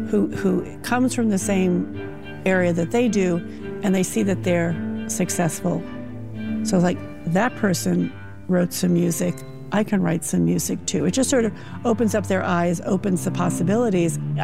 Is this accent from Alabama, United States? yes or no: no; New York, United States; I grew up in Brooklyn, New York.